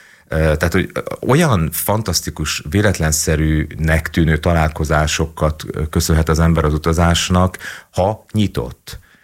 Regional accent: Hungary; én egyébként magyar vagyok.

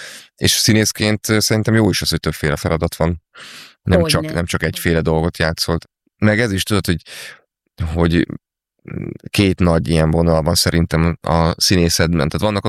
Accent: Pécs, Baranya, Hungary; moved away as an adult; now in Budapest, Hungary; ahol jártunk Pécsen iskolában, általános iskolában

